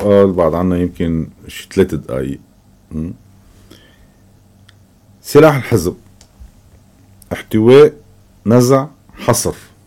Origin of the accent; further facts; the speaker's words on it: Lebanon; بس نحنا كلبنانية شو بدنا؟